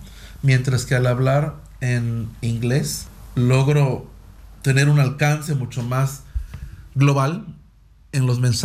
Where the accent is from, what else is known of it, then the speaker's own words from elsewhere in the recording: Mexico; moved away as an adult; now in Prague, Czech Republic; yo soy mexicano, pero toda la infraestructura, invitados y donde lo produzco, pues es en Praga